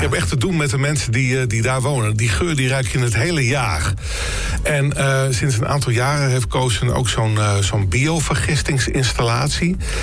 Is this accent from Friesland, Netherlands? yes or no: no; Groningen, Netherlands; ik ben opgegroeid in Selwen.